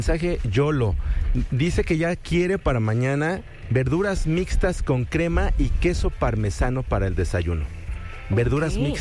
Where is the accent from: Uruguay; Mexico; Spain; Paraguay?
Mexico; nos distingue como mexicanos